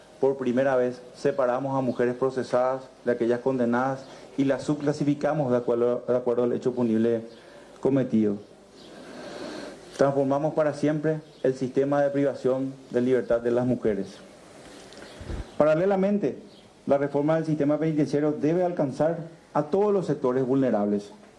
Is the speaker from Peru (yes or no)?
no; Paraguay